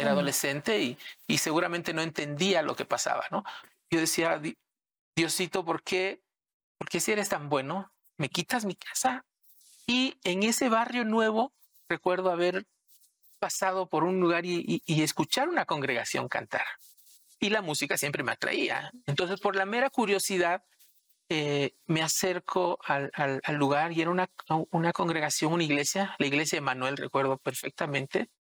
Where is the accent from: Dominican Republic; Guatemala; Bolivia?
Bolivia; moved away as an adult; now in Mexico; vengo de una familia de músicos. Mis papás hacen música folclórica boliviana porque yo soy boliviano.